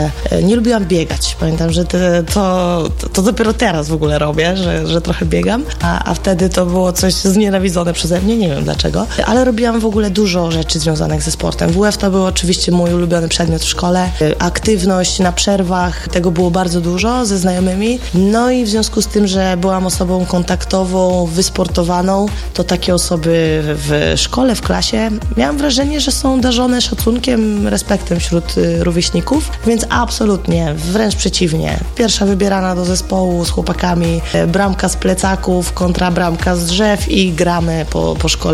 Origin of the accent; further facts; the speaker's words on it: Masovian Voivodeship, Poland; Pochodzę z małej miejscowości, która liczy 18 domów. Mój był ostatni, tam gdzie się kończył asfalt. I pochodzę z Mazowsza